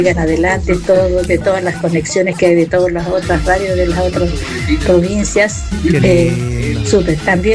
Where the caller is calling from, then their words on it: San Felipe, Valparaíso, Chile; Yo soy de aquí, del señorial, de San Felipe.